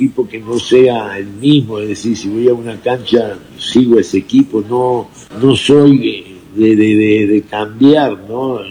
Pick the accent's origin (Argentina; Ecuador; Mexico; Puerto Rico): Argentina; accent: Argentine; muchas veces a mí me dice seguís hablando como argentino